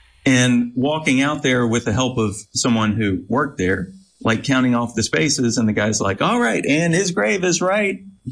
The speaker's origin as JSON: {"language": "English", "town": "Shreveport", "region": "Louisiana", "country": "United States", "said": "\"Hey, I'm from Shreveport."}